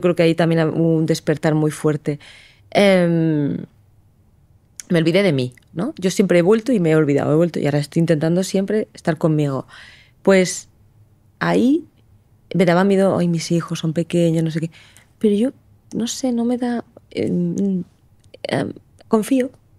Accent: Lorca, Region of Murcia, Spain; also born or lived in Águilas; Yo soy murciana de esa zona.

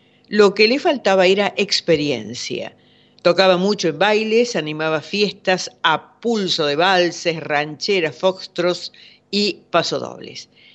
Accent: Córdoba, Argentina

